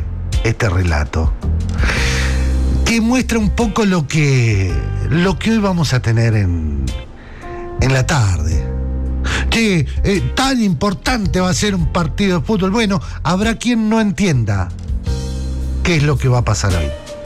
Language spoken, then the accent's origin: Spanish; Argentina; somos Argentina, nosotros somos esto